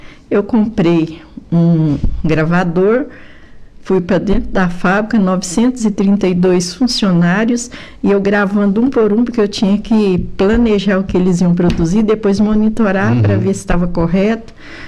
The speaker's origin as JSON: {"language": "Portuguese", "region": "Minas Gerais", "country": "Brazil", "also_born_or_lived": "Goiás / Belém", "moved": "yes", "said": "Não, mas eu saí de Minas, uhum, para Goiás, né? Porque meu pai veio, que ele era de Goiás, queria morar ali."}